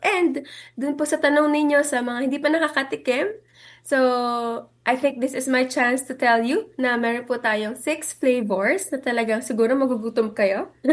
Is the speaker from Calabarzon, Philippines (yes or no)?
yes; Lukban, Calabarzon, Philippines; And we also have here our longganisa lukban, of course, since I'm from Lukban